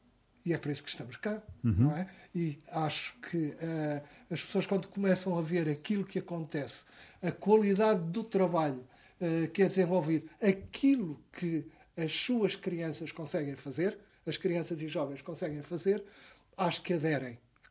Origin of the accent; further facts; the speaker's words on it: Lisbon, Portugal; moved away; eu sou de Lisboa